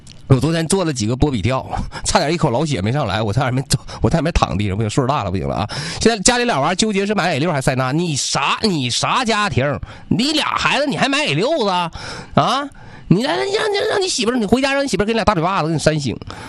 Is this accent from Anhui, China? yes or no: no; Jilin, China; 但是作为吉林人，大家一定要去一汽博物馆看一看，看看我们家乡门口的这么个企业。